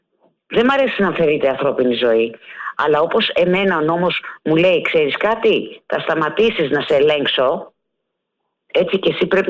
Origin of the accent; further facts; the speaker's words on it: Greece; χαίρομαι που είμαι Ελληνίδα